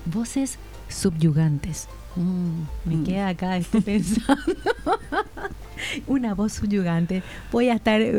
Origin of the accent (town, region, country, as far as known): Paraguay